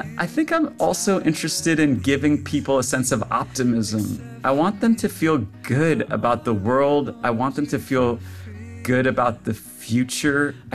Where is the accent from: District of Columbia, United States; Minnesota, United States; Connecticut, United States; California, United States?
District of Columbia, United States; Washington; born there; I was born in America. And actually, I was born in Washington, D.C., probably not far from where you guys are.